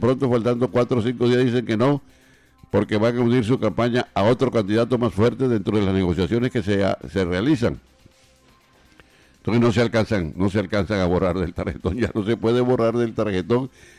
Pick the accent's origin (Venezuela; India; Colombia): Colombia